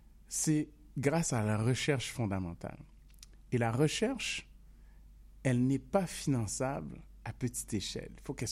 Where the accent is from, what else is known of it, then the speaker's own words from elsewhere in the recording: Haiti; born there; Parce qu'imaginez, moi, je suis né en Haïti.